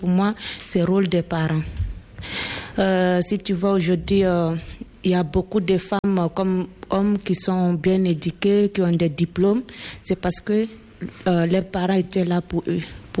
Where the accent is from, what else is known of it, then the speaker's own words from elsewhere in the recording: Guinea; j'ai 23 ans, je suis guinéenne.